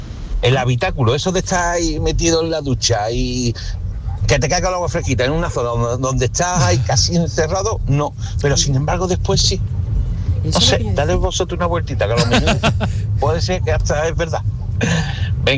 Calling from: Seville, Andalusia, Spain; Buenas tardes … de Sevilla.

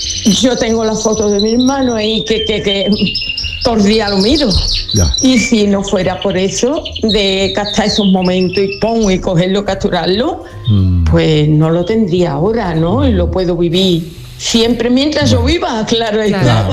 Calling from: Dos Hermanas, Andalusia, Spain; de Dos Hermanas.

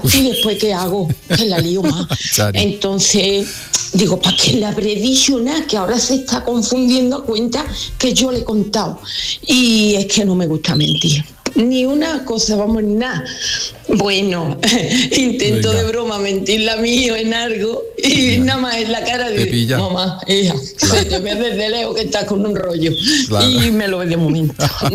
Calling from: Dos Hermanas, Andalusia, Spain; de Dos Hermanas.

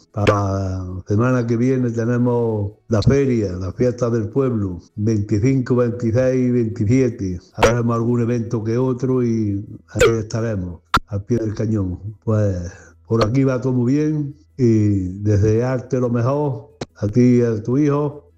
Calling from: Padul, Andalusia, Spain; de Padul.

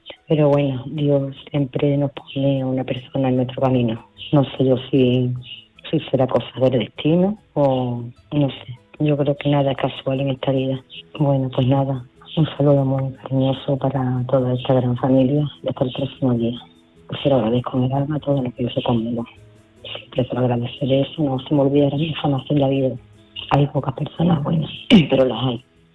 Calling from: Seville, Andalusia, Spain; de Sevilla

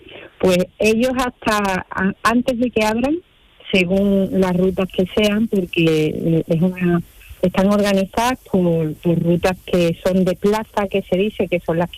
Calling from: Seville, Andalusia, Spain; Bueno, pues estoy en Sevilla.

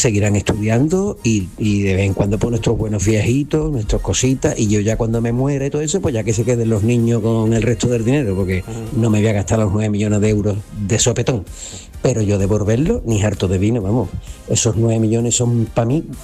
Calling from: Cádiz, Andalusia, Spain; de Cádiz, se me olvidaba.

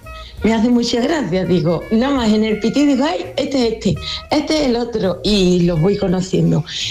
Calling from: Dos Hermanas, Andalusia, Spain; de Dos Hermanas.

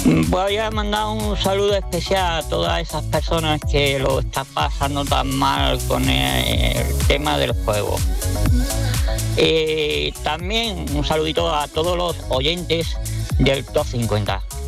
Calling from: Álora, Andalusia, Spain; de Álora, aquí.

